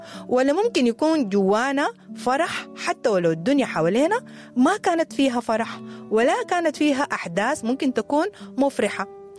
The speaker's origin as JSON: {"language": "Arabic", "country": "Sudan", "moved": "yes", "said": "عايشين في ظروف استثنائية، في شتات، في لجوء، في نزوح، فكأننا بنأجل الفرح لوقت تاني. أقول كده لما أرجع بلدي السودان أفتح باب بيتي"}